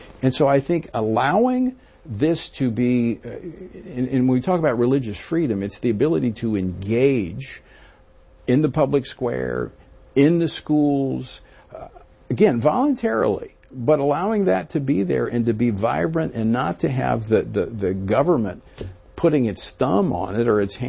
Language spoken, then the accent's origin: English; Louisiana, United States; I actually authored and got that through in my home state of Louisiana when I was in office.